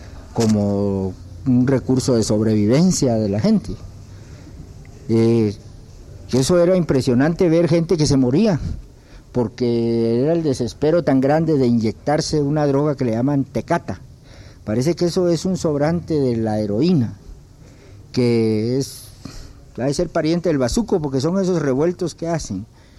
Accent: Mexico; el lenguaje nuestro como pueblo mexicano

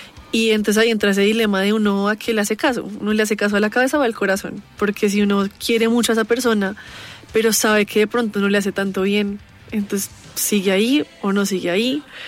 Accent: Colombia; y pues yo siendo colombiana, siento que como que mi sangre no me permite tampoco restringirme a una sola cosa

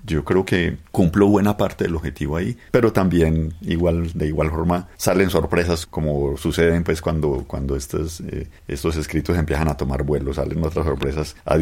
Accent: Abejorral, Antioquia, Colombia; born there; moved away; also born or lived in La Ceja; Mi papá es campesino, mi papá y mi mamá son campesinos. Después pasaron a Abejorral, que es mi pueblo de origen.

